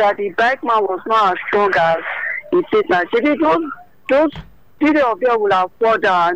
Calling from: Lagos, Nigeria; I'm calling from Lagos.

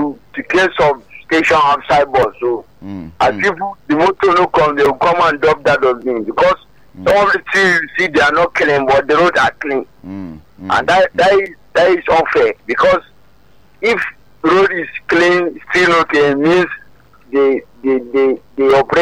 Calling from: Agege, Lagos, Nigeria; I'm calling from Agege.

